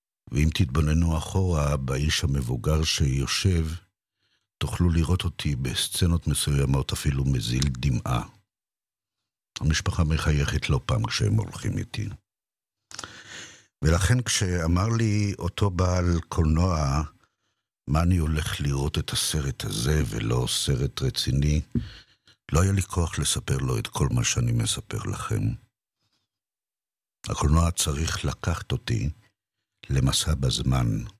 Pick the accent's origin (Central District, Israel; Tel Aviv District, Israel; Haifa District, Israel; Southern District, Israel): Tel Aviv District, Israel; Herzliya; נזכרתי בימי ילדותי בהרצליה.